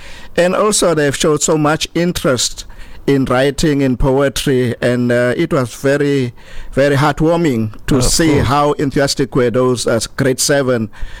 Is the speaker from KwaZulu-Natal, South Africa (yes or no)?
no; George, Western Cape, South Africa; because I grew up in an environment of Xhosa, Afrikaans, and English. How I grew up in George and Rosemore, a township called Rosemore, where I grew alongside with Afrikaans-speaking people, like colored-speaking people, and I'm Sotho by origin.